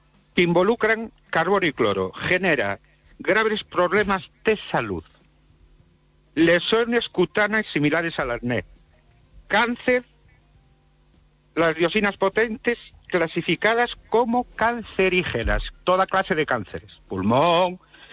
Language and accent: Spanish; Ourense, Galicia, Spain; de Orense. Buenas noches.